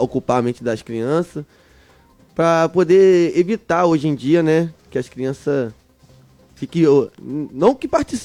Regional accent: Rio de Janeiro, Brazil; moved away; eu morei na cidade Gruçaí, lá depois de Campo do Gotas, Sonhão da Barra.

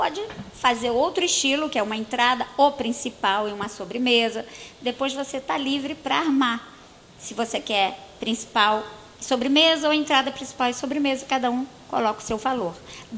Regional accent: Cabo Frio, Rio de Janeiro, Brazil; also born or lived in Buenos Aires; Esse projeto foi porque eu morei 25 anos em Buenos Aires, sou de Cabo Frio.

